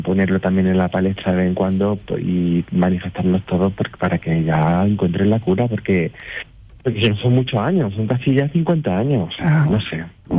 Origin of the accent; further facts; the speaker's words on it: Úbeda, Andalusia, Spain; A Úbeda, mi tierra, mi preciosa ciudad